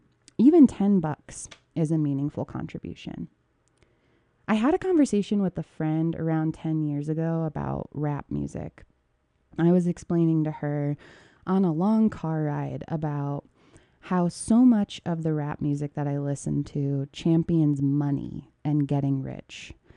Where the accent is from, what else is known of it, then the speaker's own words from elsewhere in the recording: Flint, Michigan, United States; now in Moab, United States; I grew up in Flint, Michigan, listening to a lot of rap and hip hop.